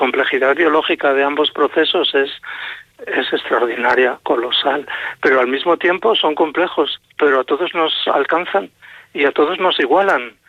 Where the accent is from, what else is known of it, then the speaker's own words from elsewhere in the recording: Sabiñánigo, Aragon, Spain; moved away; Nací en Sabiñánigo, viví allí, mi familia sigue viviendo allí.